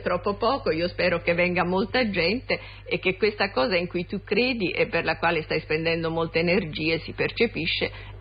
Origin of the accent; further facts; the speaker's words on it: Southern Italy, Italy; Io sono terrona, per esempio, e non lo rinnego.